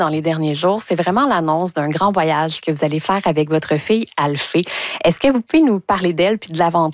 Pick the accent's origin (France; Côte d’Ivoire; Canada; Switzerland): Canada; Farnham, Quebec; moi je viens de Farnham